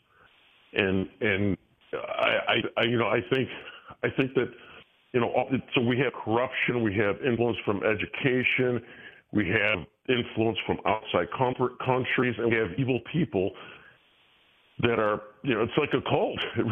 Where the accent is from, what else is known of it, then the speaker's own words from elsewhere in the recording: Chicago, Illinois, United States; We sent all manufacturing to China when I was growing up in Chicago, manufacturing.